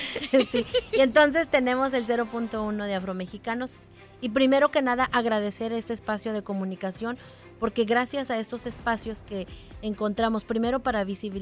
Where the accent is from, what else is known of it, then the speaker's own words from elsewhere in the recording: Tijuana, Baja California, Mexico; born there; yo nací en Tijuana, pero mi mamá es de una comunidad mixteca de Oaxaca